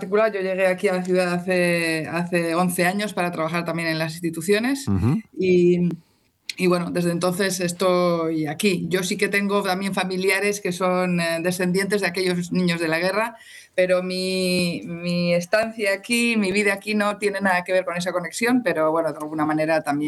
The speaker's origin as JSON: {"language": "Spanish", "region": "Basque Country", "country": "Spain", "moved": "yes", "lives_now": "Belgium", "said": "¿Qué somos los vascos?"}